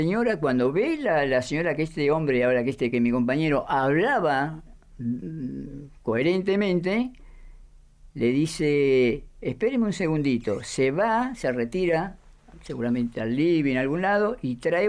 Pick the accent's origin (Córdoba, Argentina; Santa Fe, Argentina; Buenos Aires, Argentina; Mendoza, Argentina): Buenos Aires, Argentina; Yo vengo de Buenos Aires. Mi papá, mis padres eran paraguayos, ya no viven.